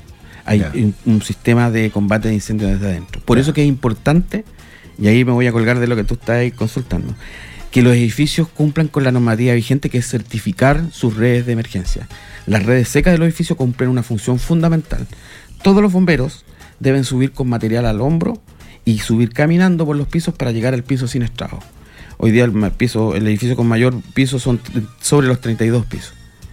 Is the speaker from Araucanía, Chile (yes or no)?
no; Iquique, Tarapacá, Chile; Somos iquiqueños, tenemos un amor profundo por nuestra tierra, por nuestra cultura y por nuestro país, por nuestra patria.